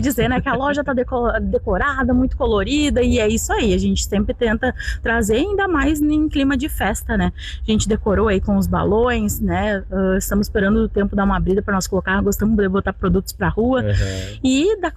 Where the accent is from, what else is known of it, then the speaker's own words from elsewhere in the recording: Restinga Seca, Rio Grande do Sul, Brazil; Eu sou de Restinga